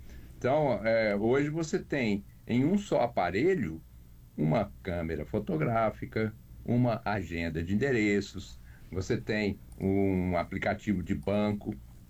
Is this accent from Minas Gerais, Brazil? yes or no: yes; Belo Horizonte, Minas Gerais, Brazil; born there; eu nasci em Belo Horizonte, Minas Gerais.